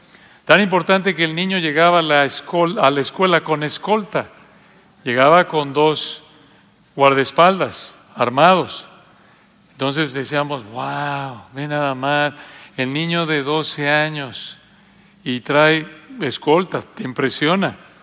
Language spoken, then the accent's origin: Spanish; Mexico City, Mexico; Cuando era niño, yo recuerdo allá en la Ciudad de México